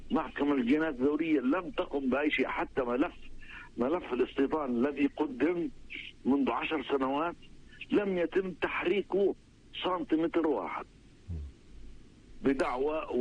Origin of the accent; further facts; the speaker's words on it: Palestine; نحن كفلسطينيين